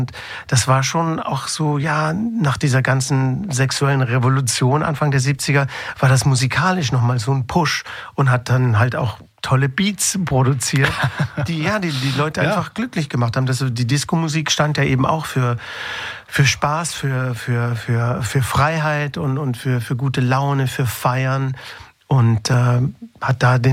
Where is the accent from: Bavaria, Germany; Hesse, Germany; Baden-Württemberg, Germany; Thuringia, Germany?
Baden-Württemberg, Germany; ich bin ja ländlich aufgewachsen in der Nähe von Heilbronn in Süddeutschland